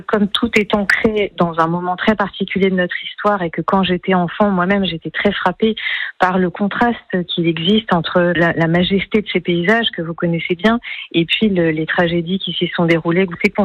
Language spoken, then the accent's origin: French; Romans-sur-Isère, Auvergne-Rhône-Alpes, France; raison pour laquelle j'ai grandi moi-même à Romans et dans cette région.